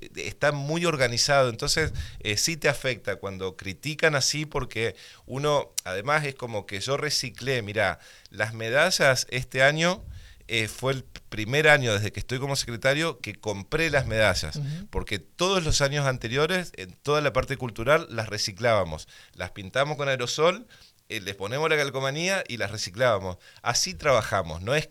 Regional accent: Argentina; nosotros como argentinos

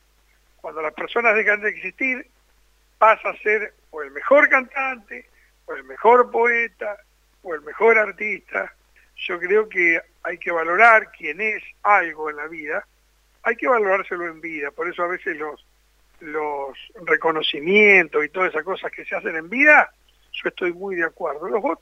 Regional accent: Argentina; Yo soy argentino

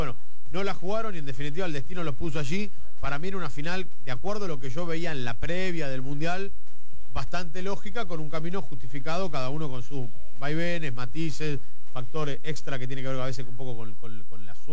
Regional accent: Argentina; Porque me hago cargo, me incluyo como argentino.

